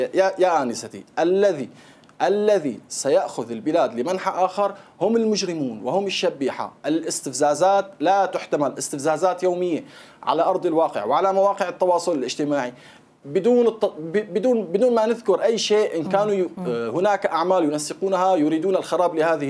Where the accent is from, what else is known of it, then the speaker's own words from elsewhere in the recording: Damascus, Damascus Governorate, Syria; انا من دمشق من حي القدم، حي القدم عباره عن 10,000 نسمه من مكونات مختلفه.